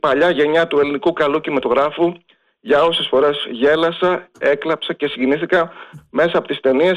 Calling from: Naousa, Central Macedonia, Greece; Είμαι από επαρχία Νάουσα Σημανθίας.

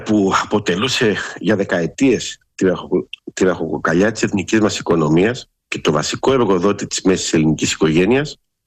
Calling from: Thessaloniki, Central Macedonia, Greece; εδώ στη Θεσσαλονίκη

